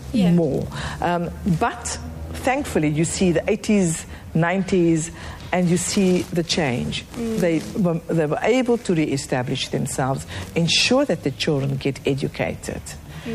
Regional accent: South Africa; Of course, as a nation, we are South African.

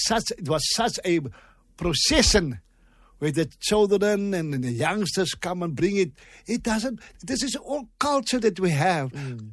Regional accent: Cape Town, Western Cape, South Africa; we come from Cape Town. It is summer in December.

